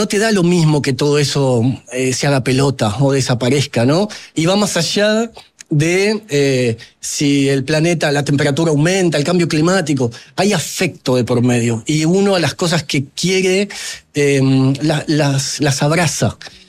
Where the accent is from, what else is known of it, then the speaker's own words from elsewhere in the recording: Argentina; donde junto con un colega, yo soy de Argentina, un colega de Uruguay y uno de Chile, contamos nuestra experiencia tratando de entrar a esta industria